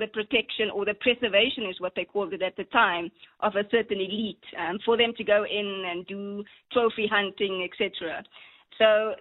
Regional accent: Northern Cape, South Africa; my heritage is from Namaqualand. I'm from the Namaqua people.

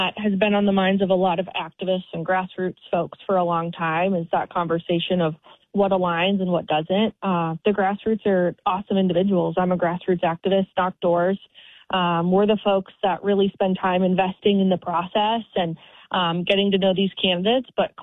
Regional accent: Minnesota, United States; It's going to be hot. I'm a Minnesotan. I can't handle that heat, but we're doing it.

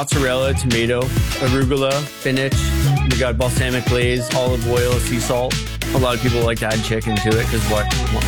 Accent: Ajax, Ontario, Canada; I'm from Ajax. I was born in Ajax. I've lived here for 41 years, and you know, we just live down the street.

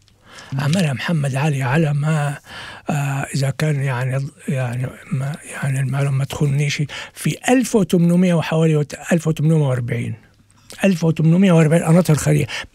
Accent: Egypt; عندنا في مصر

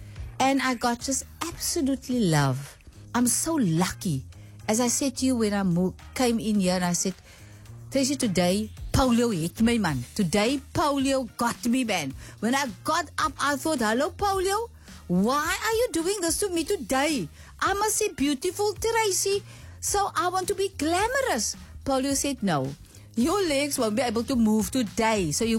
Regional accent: Wellington, New Zealand; born there; And when I was born in Wellington

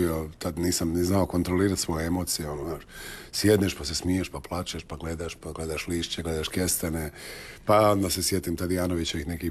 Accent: Zagreb, City of Zagreb, Croatia; pravo da sam veći Zagrepčanin od mnogih koji su se tu rodili, evo, iskreno. I ne volim to kad rade u mom rodnom gradu ljudima koji su došli od nekud

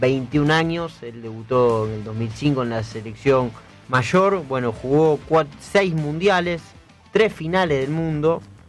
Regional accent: Argentina; Ha sido realmente increíble, increíble, y bueno, uno como argentino está súper agradecido

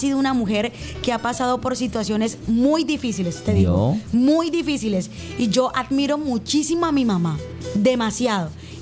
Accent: Turbaco, Bolívar, Colombia; yo soy de Turbaco, Bolívar, sí.

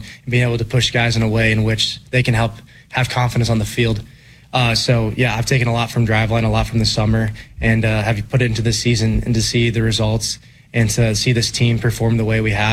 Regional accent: Colorado, United States; So I'm still from Colorado, but they're like, you're from Arizona now. I'm like, no, I'm not.

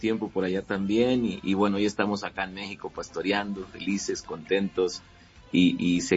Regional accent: El Salvador; born there; moved away; Les digo aquí, salvadoreño de nacimiento, mexicano

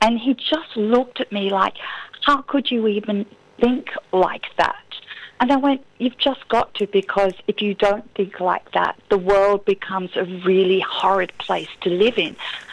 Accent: Barwon Heads, Victoria, Australia; my hometown in Barwon Heads, Ocean Grove, Geelong. It's a beautiful area

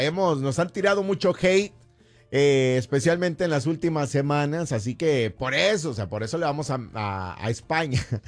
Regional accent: Mexico; moved away

